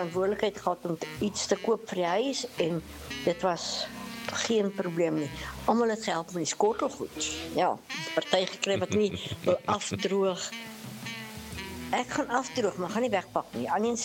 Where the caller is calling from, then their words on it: Jeffreys Bay, Eastern Cape, South Africa; van Jeffrey's Bay.